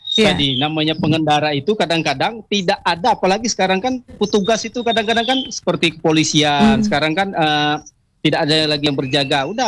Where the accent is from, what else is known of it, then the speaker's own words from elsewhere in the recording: Bengkulu, Indonesia; kita sebagai warga Kota Bungkulu